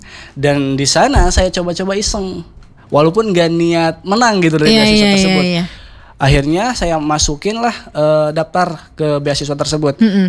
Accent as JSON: {"language": "Indonesian", "town": "Garut", "region": "West Java", "country": "Indonesia", "moved": "yes", "said": "asal saya dari Garut. Garut, ngerantau ke sini kuliah."}